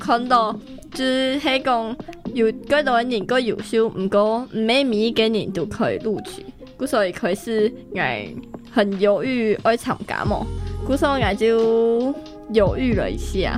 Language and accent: Chinese; Pingtung County, Taiwan; 我是对屏东慢慢来的客家人